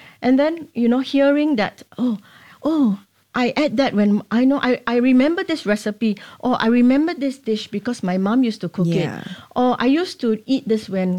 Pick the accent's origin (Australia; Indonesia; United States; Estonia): Indonesia; I'm actually from Indonesia.